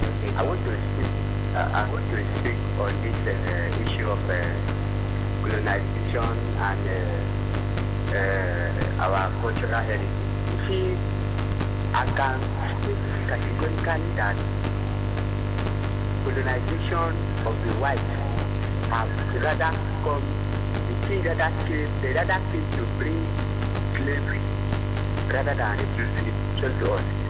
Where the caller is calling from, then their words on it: Edo, Nigeria; I'm from the Benin land.